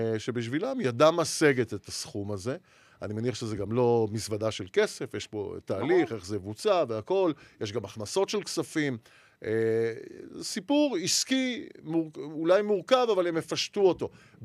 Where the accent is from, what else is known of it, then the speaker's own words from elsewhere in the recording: Jerusalem, Jerusalem District, Israel; ואני בכלל ירושלמי